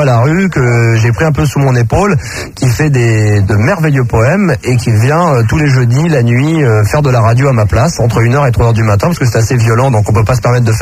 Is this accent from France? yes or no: yes; Versailles, Île-de-France, France; born there